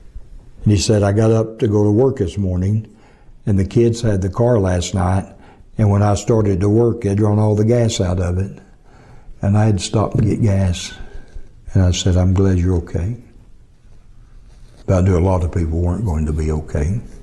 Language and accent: English; Arkansas, United States